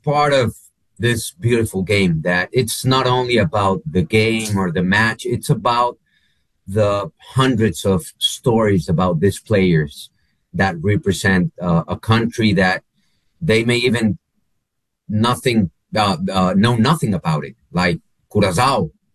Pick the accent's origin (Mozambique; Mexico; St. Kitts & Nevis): Mexico; I grew up in the Estadio Azteca. Mm-hmm. As a Mexican